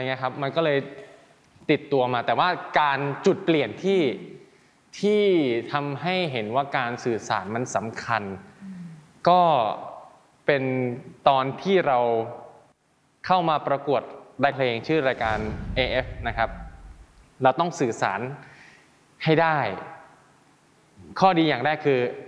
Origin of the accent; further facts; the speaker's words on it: Isan, Thailand; เราเป็นคนอีสานเราก็พูดอีสานไปเลย